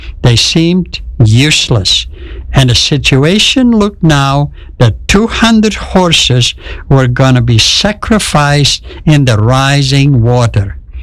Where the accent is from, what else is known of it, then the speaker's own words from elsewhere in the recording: Marum, Groningen, Netherlands; near Marum, Friesland. That is the place where I grew up in World War II.